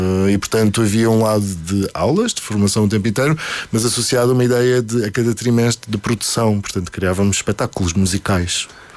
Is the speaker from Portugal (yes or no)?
yes; Azores, Portugal; moved away as an adult; essa é a primeira vez que eu saí dos Açores, assim, viajei internacionalmente, em que fiquei um ano fora da minha, ao longe da minha família, em que aprendi a ser um adulto.